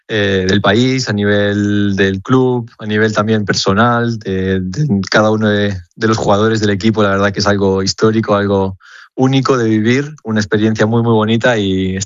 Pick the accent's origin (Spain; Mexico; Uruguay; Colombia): Spain; Barcelona, Catalonia; born there; no le cuadra un poco el acento, pero bueno, yo también nací aquí en Barcelona y... Sí. Pero bueno, mi familia es toda argentina, las raíces argentinas las conservamos desde siempre